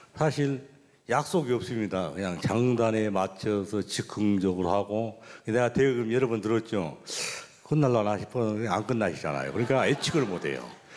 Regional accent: Damyang, South Jeolla, South Korea; 제가 고향이 전남 담양인데요.

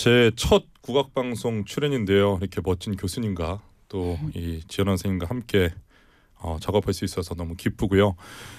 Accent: South Korea; 제가 한국 사람인데도 불구하고

